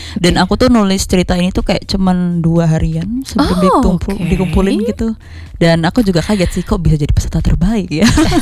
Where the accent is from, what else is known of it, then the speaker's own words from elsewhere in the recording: Ngawi, East Java, Indonesia; Karena aku kebetulan juga orang Ngawi.